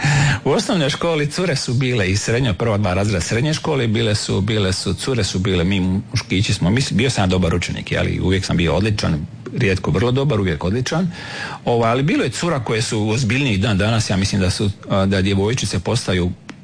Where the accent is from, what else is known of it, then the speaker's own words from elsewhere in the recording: Svinišće, Split-Dalmatia County, Croatia; also born or lived in Kučiće / Omiš; Ja sam odrastao na selu u Dalmatinskoj Zagori, u Omiškoj Zagori.